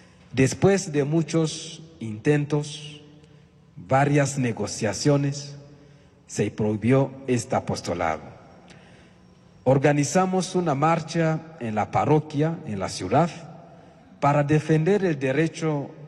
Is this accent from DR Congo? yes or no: yes; Bukavu, South Kivu, DR Congo; moved away; el arzobispo de Bukavu, de la arquidiócesis de donde yo vengo, la parte este del Congo.